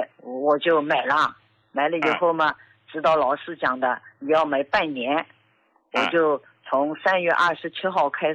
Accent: Jiangsu, China; 我今年73岁，我是江苏的。

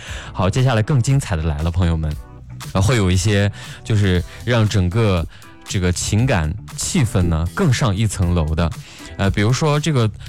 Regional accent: Xinjiang, China; 我家是新疆的嘛

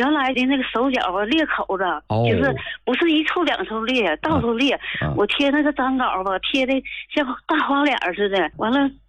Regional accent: Shenyang, Liaoning, China; 我是沈阳的。

